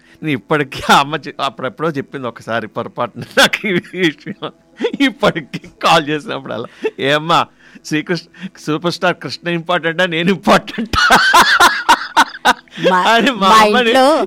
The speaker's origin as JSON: {"language": "Telugu", "town": "Vizianagaram", "region": "Andhra Pradesh", "country": "India", "tie": "born there", "said": "విజయనగరంలో పుట్టాను, మన ఆంధ్రప్రదేశ్లో ఉన్న విజయనగరం, అప్పట్లో మంచి పేరుగాంచిన విజయనగరం పుల్లో పుట్టాను."}